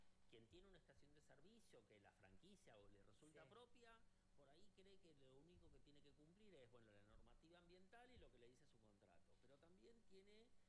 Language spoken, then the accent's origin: Spanish; Neuquén, Argentina; la historia de mi niñez en Neuquén Capital